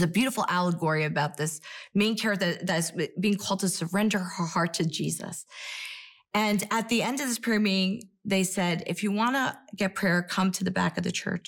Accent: New York, United States; You know, I'm from New York. We don't hug each other

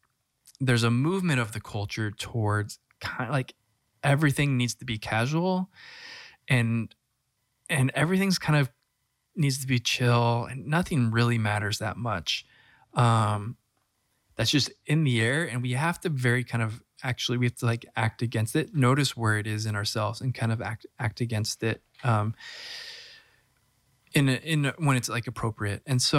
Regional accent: California, United States; I'm from Southern California where there's a high sort of emphasis on being cool, like not cool, but like being like chill and kind of informality and casualness. And I kind of grew up in that.

